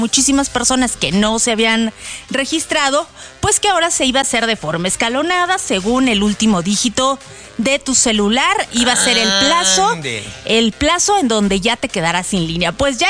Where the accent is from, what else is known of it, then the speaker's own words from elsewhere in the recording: Mexico; Oye, y como buen mexicano, al último momento, sí.